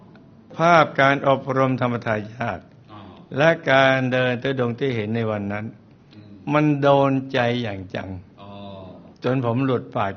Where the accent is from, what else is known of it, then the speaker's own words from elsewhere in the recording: Panare, Pattani, Thailand; อำเภอปานาเรไม่ใช่ปานารวยนะปานาเรจังหวัดปัตตานีชุมชนตรงนี้ก็มีทั้งหมด6หมู่บ้านนะจ๊ะโดยมีชาวพุทธ5หมู่บ้านและพี่น้องมุสลิมอีก1หมู่บ้าน